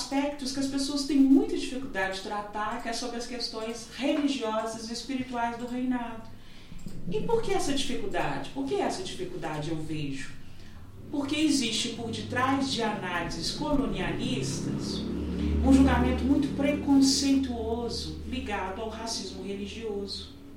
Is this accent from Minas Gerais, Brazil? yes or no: yes; Oliveira, Minas Gerais, Brazil; Oliveira, que é a minha cidade natal, é onde eu vivo a experiência do reinado.